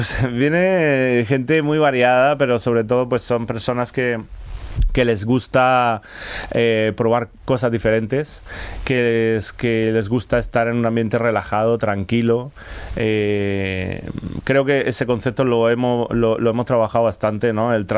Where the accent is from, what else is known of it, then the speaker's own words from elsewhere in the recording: Spain; yo siempre digo, soy español, pero yo creo que tengo corazón latino, porque me encanta la salsa, me quería quedar vivir en México, o sea, yo soy muy latino, no sé.